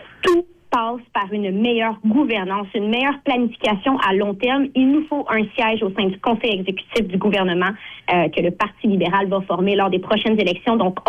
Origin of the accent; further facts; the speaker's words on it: Lavaltrie, Quebec, Canada; now in Joliette, Canada; je suis une fille de la Nature. J'ai grandi à Lavaltrie. J'habite à Joliette. Je suis une francophone assumée, fière de l'être.